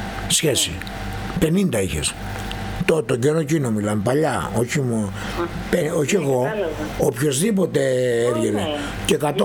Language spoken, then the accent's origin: Greek; Kalamaria, Central Macedonia, Greece; Εγώ επειδή ήμουν από την Καλαμαριά